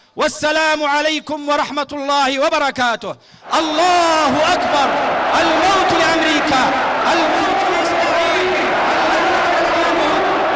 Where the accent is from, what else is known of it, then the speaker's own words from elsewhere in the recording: Yemen; فنحن كشعب يمني أنفسنا وأرواحنا وحياتنا وأموالنا وما نملك فداءً لمكة المكرمة